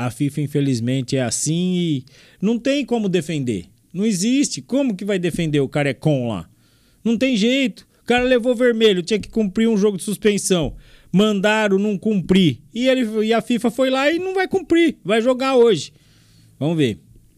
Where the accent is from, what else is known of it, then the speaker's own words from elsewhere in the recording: Brazil; nós somos homens e nós somos brasileiros, né?